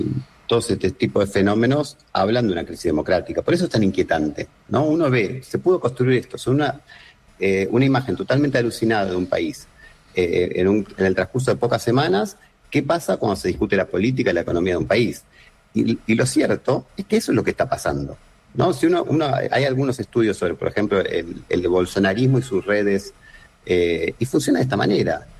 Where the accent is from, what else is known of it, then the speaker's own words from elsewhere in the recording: Argentina; nosotros lo sabemos como argentinos